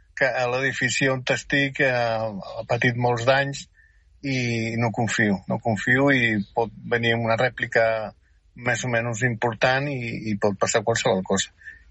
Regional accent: Catalonia, Spain; born there; accent: South American; also born or lived in Venezuela; jo m'estimo molt Catalunya, és la meva terra, és on vaig néixer, i m'estimo moltíssim Venezuela perquè és la terra que m'ho va donar tot.

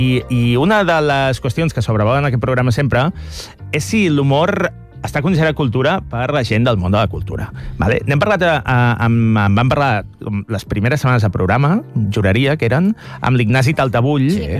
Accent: Sabadell, Catalonia, Spain; Jo soc de Sabadell i convindrem que és una ciutat que també està bastant al mapa, diguéssim, del centralisme

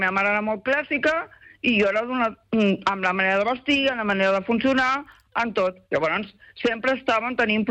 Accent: Barcelona, Catalonia, Spain; born there; also born or lived in Sant Just Desvern; now in Pineda de Mar, Spain; Jo vaig néixer fa molts anys a la maternitat, soc catalana, vaig néixer a la maternitat, el 9 del 7 al 65

